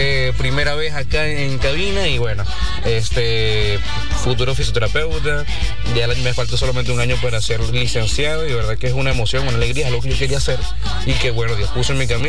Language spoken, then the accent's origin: Spanish; Anzoátegui, Venezuela; moved away as an adult; now in Maturín, Venezuela; Acá yo soy foráneo, como les comenté, yo soy de Anzoátegui. Yo tengo 25 años, 25 años